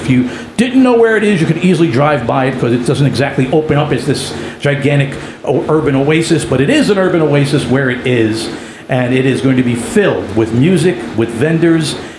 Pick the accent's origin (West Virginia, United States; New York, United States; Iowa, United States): New York, United States; New York City; now in Staten Island, United States; Brooklyn, New York, my hometown, before I shifted across the harbor to my current hometown of Staten Island.